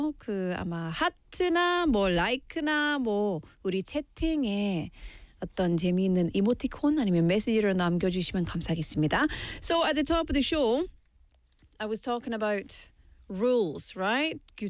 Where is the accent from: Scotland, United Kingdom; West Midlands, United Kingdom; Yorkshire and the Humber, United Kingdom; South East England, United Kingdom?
Scotland, United Kingdom; now in Busan, South Korea; 스코틀랜드 사람입니다. I'm from Scotland.